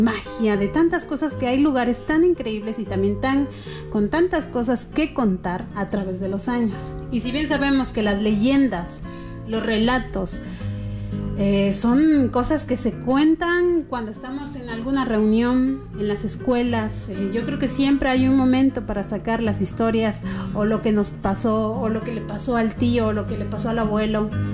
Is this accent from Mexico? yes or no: yes; Mexico; como mexicanos, como país